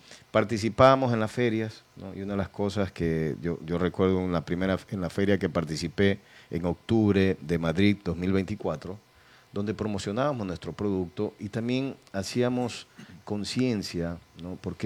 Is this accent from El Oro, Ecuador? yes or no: yes; El Oro, Ecuador; nuestra provincia El Oro, tiene algo singular, ¿ya? Porque tenemos ahí un tema de diversos pisos climáticos